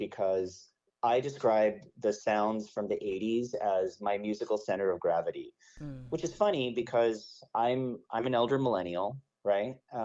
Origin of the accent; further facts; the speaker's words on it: Vancouver, British Columbia, Canada; moved away as an adult; now in Toronto, Canada; I was born and raised in Vancouver, actually.